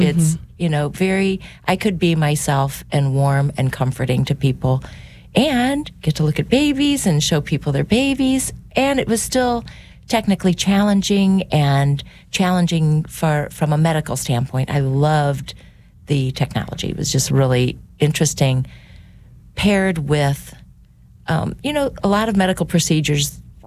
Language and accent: English; Crestwood, Missouri, United States; Yep. I grew up in Crestwood. I went to St. Elizabeth of Hungary, and then I went to Lindbergh High School. I'm one of six children in a awesome Catholic family